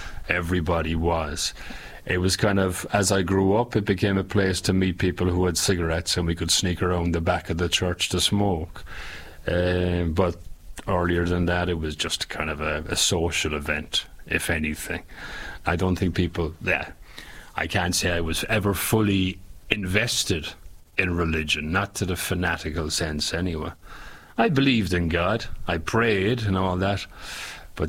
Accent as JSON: {"language": "English", "country": "Ireland", "tie": "born or raised there", "said": "Okay, I grew up in Ireland. It was okay. I was born in the 70s. I grew up in the 80s."}